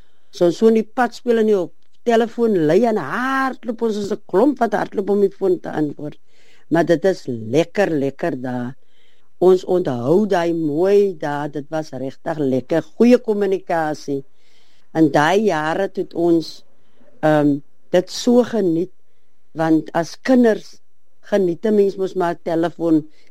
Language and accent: Afrikaans; Mossel Bay, Western Cape, South Africa; Ek bel uit 'n koue Mosselbaai, reënerige dag in Mosselbaai.